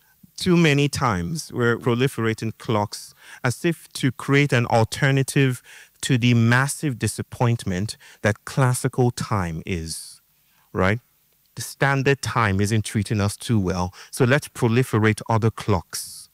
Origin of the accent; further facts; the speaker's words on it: Nigeria; I grew up in Nigeria, and we had songs that basically came down to the idea that time is money.